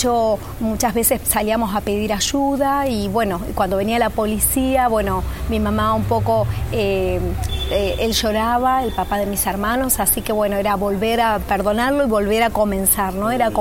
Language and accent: Spanish; Godoy Cruz, Mendoza, Argentina; born there; Nací en Godoy Cruz, Mendoza, una provincia de la República Argentina. Sí. Bien, nací en un hogar disfuncional, podríamos decir. Crecí con mi mamá los primeros años.